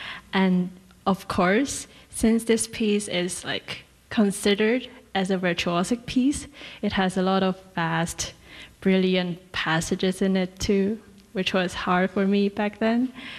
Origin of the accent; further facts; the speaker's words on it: Hong Kong; I'm from Hong Kong.